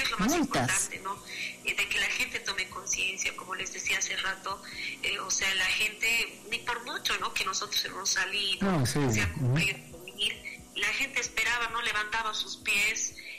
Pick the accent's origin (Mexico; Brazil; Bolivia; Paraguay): Bolivia; Potosí; lo que somos los potosinos